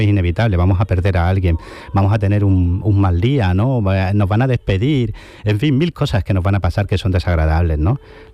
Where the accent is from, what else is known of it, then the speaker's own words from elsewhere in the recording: Granada, Andalusia, Spain; yo que soy de Granada